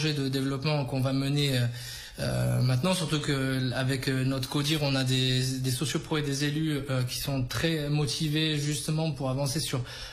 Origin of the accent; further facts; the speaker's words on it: Avignon, Provence-Alpes-Côte d'Azur, France; born there; moved away as an adult; also born or lived in Lille / Spain / Brazil / Belize; now in Bédarieux, France; Alors, je suis d'origine d'Avignon. Enfin, je suis né à Avignon.